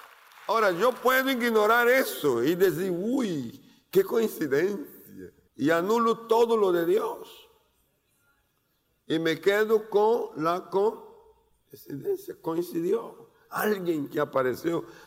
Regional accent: Maceió, Alagoas, Brazil; moved away; Allá, cuando usted mira Brasil, que hace la curvita mirando a África, ahí hay un pueblo que se llama Maceió. De ahí vengo. Sí. Viví con los pies en el agua toda la vida, de la niñez, de adolescente, y pisando arena y oliendo el yodo del mar.

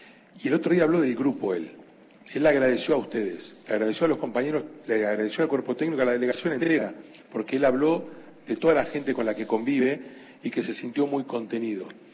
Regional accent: Argentina; somos así los argentinos.

